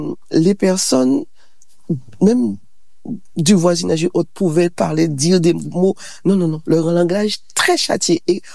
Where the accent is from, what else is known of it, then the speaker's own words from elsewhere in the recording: Fort-de-France, Martinique; je suis née à Fort-de-France, en Martinique. Je suis de parents martiniquais. J'ai grandi à Fort-de-France.